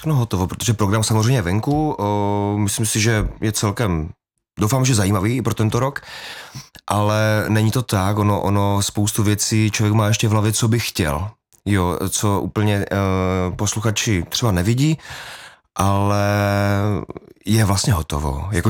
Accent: Moravia, Czechia; protože jak jsem Moravák, hraji v cimbalové muzice a mám rád folklor

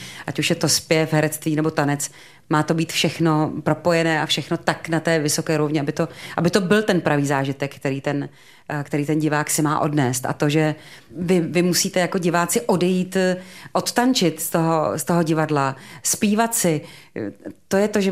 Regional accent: Mělník, Central Bohemian Region, Czechia; born there; moved away; also born or lived in Brno; já tady mám kořeny, narodila jsem se v Mělnice, měla jsem tady pořád ještě maminku, takže jsem vždycky se vracela často jako domů

